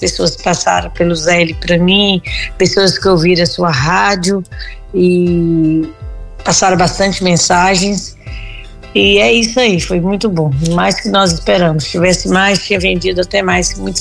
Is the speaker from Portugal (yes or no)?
no; Galileia, Minas Gerais, Brazil; born or raised there